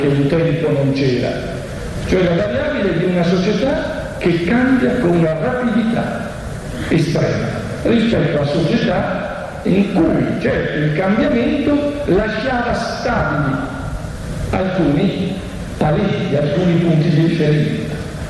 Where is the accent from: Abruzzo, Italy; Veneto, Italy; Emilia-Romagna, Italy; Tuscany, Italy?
Veneto, Italy; Verona; io sono di Verona, quindi un ambiente piuttosto tradizionale